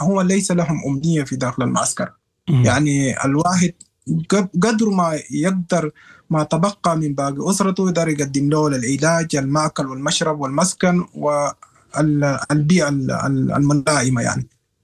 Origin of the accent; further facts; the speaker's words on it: Sudan; وأنا سوداني يعني أعرف لغتهم تماما،